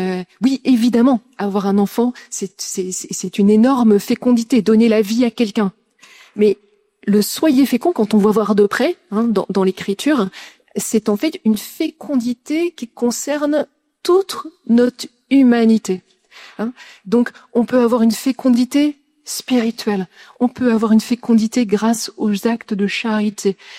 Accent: Brussels-Capital Region, Belgium; now in Paris, France; Moi, je suis née à Bruxelles. J'ai grandi dans la banlieue bruxelloise. Et puis, je suis arrivée à Paris.

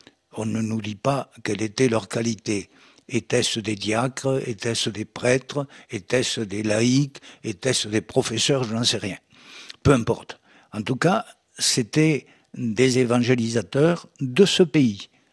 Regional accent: France; Chez nous, en Gaule, dans le nord de la France

